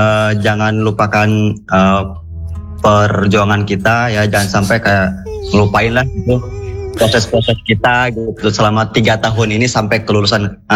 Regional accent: West Java, Indonesia; Iya, kita dari Sunda soalnya.

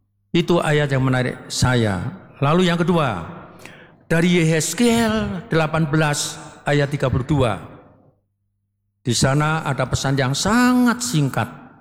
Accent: Bogor, West Java, Indonesia; kita sebagai orang Bogor

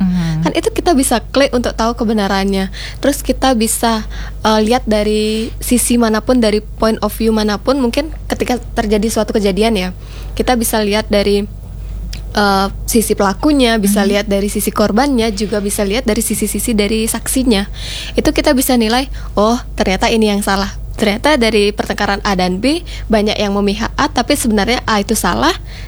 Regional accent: Bali, Indonesia; Kita nih orang Bali itu yang tahu budaya kita kan kita sendiri.

